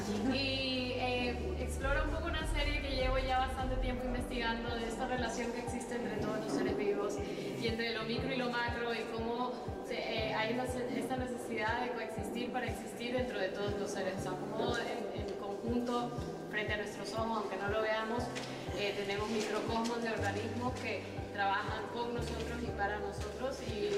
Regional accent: Ecuador; soy ecuatoriana también.

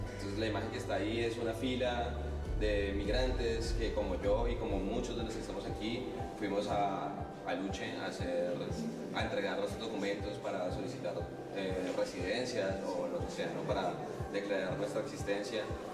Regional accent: Colombia; soy colombiano y estoy aquí hace unos 4 años, de este año.

